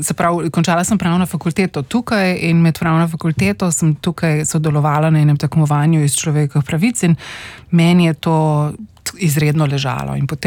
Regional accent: Postojna, Littoral–Inner Carniola, Slovenia; born or raised there

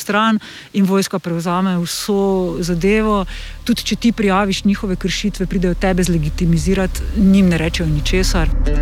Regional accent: Maribor, Drava, Slovenia; sem iz Maribora

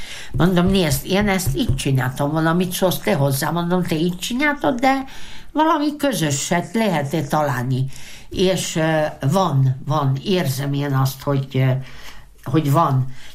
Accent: Prekmurje, Slovenia; first language Hungarian; a sajátunk a legszebb, a legdrágább, és ezek a mi hagyományaink, amik itt megvannak Moravidéken, hódostú pincék

